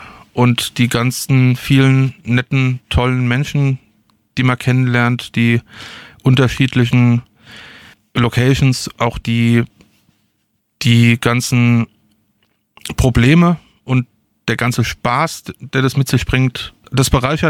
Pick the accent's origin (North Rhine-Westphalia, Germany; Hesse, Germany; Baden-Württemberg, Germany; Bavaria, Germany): Hesse, Germany; Also ich bin Hesse, ja, der Hesse schenkt gern.